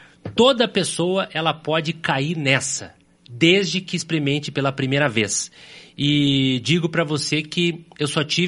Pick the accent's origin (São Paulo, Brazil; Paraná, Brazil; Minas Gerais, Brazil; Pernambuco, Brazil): Paraná, Brazil; Curitiba; born there; Sou nascido em Curitiba, no Hospital Pilar, no bairro Pilarzinho.